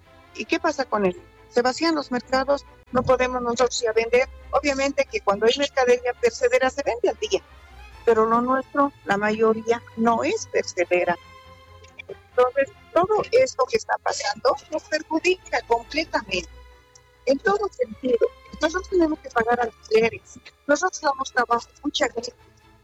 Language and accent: Spanish; Bolivia